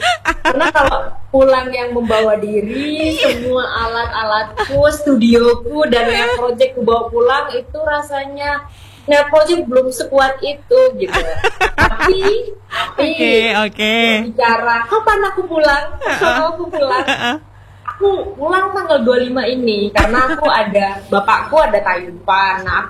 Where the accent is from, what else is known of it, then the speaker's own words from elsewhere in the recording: Madura, East Java, Indonesia; aku sebagai orang Madura